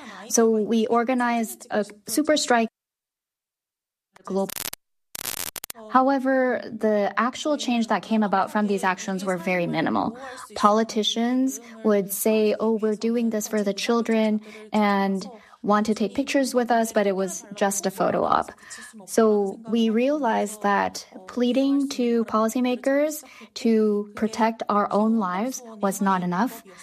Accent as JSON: {"language": "English", "region": "Seoul", "country": "South Korea", "tie": "born or raised there", "second_language": "English", "said": "I was born and raised in Seoul, which is a very densely"}